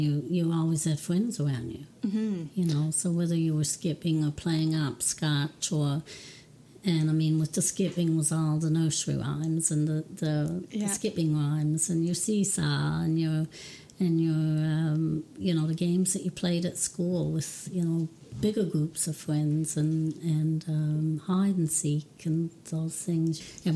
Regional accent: Cow Head, Newfoundland and Labrador, Canada; I'm originally from Nettie's Arbor in North Point, but I've lived in Cowhead since I was 4 years old, and I was born in 1959.

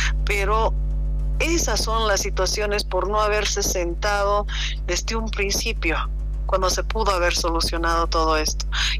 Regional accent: Santa Cruz, Bolivia; mi querida tierra o algunos personajes de mi tierra, Santa Cruz

